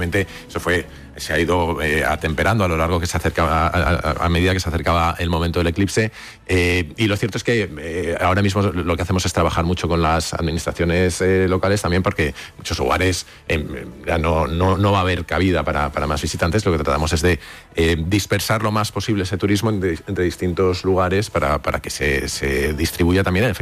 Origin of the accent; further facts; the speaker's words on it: Castilla-La Mancha, Spain; a mí me pilló mi pueblo de la Serranía de Cuenca, y es realmente espectacular ver eso en mitad de la naturaleza